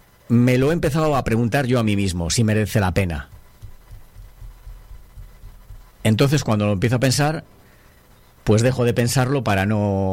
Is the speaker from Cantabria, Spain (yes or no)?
yes; Riba de Ruesga, Cantabria, Spain; Yo soy de Riba de Ruesga